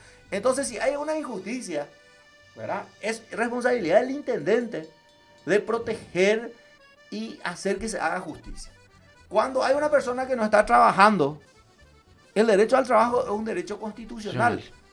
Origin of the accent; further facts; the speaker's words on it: Paraguay; Yo, mi obligación como paraguayo es hablar el español. Mi obligación es como paraguayo hablar el guaraní y entender el guaraní